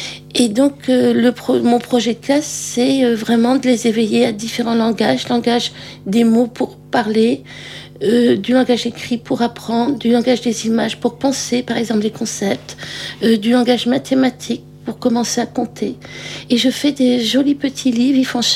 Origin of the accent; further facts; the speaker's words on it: Brest, Brittany, France; also born or lived in Hennebont; En fait, j'ai grandi à Brest.